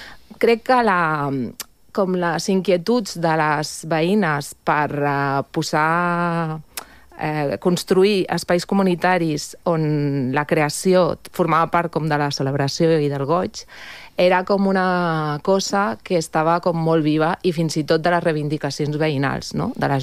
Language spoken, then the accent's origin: Catalan; Esplugues de Llobregat, Catalonia, Spain; jo soc de Can Vidalet.